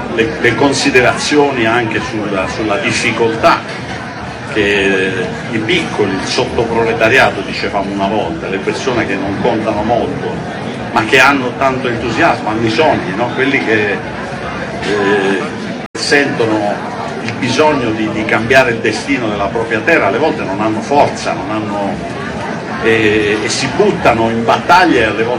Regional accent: Southern Italy, Italy; Noi democratici del sud

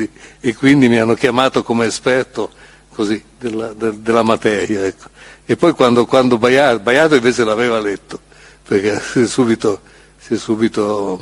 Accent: Turin, Piedmont, Italy

